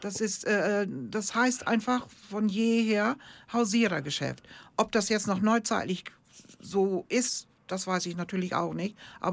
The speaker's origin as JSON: {"language": "German", "region": "Frisia", "country": "Germany", "said": "Ich bin aus Friese und wir sprechen Plattdeutsch. Hochdeutsch können wir auch"}